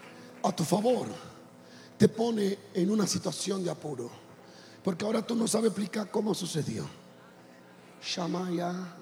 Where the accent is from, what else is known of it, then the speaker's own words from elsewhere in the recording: San Pedro de Macorís, Dominican Republic; como dominicano tigre en ese tiempo, cristiano pero sabio